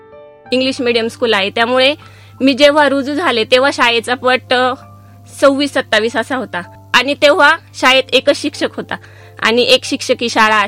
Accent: Nandur Khurd, Maharashtra, India; माझं बालपण माझं निफाड तालुक्यातील नांदूर खुर्द हे एक छोटंसं गाव, एका शेतकरी कुटुंबात माझा जन्म झालाय। माझी आजी, आजोबा, आई वडील, 2 काका काकू आणि आम्ही 8 भावंड असा आमचा परिवार।

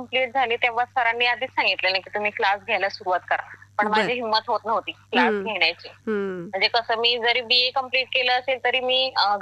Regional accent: Panchgani, Maharashtra, India; now in Satara district, India; मी मूळची पाचगणीची आहे. माझं माहेर पाचगणी आहे.

